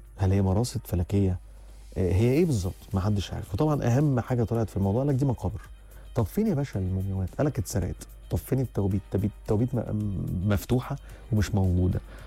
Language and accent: Arabic; Egypt; احنا كمصريين احنا اقدم بكتير من هذا العمر.